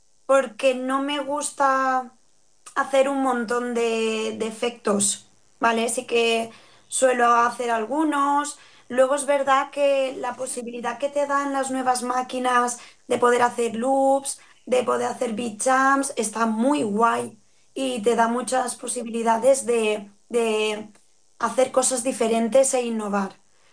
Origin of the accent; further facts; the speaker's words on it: Xeraco, Valencian Community, Spain; ha sido los que he hecho en Xeraco, porque claro, es mi pueblo, es mi gente, y la emoción que me da al poder pinchar allí con toda mi familia